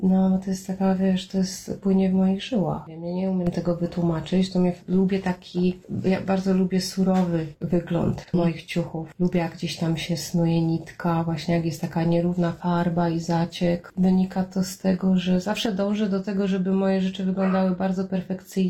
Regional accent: Kraków, Lesser Poland, Poland; now in Australia; bo się wychowałam na ulicy w Krakowie, na osiedle Kurdwanów.

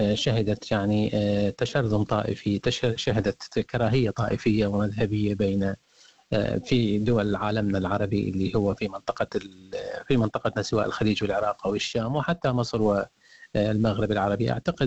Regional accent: Iraq; now in Australia; أنا ألاحظ هذا الموضوع على المستوى الاجتماعي كجاليات يعني كعراقيين

